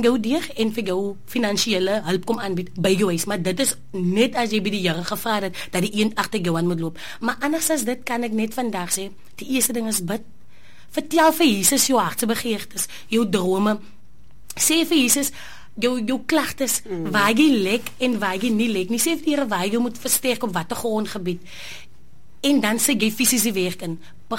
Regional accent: Calitzdorp, Western Cape, South Africa; also born or lived in Oudtshoorn; Ek het goed geword in Kallertsdorp.

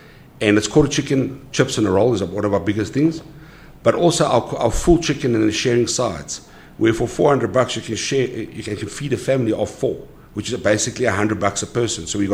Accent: South Africa; being a South African

